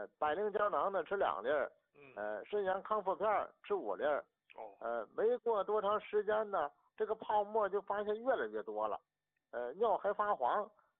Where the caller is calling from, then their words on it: Shijiazhuang, Hebei, China; 我那是河北石家庄的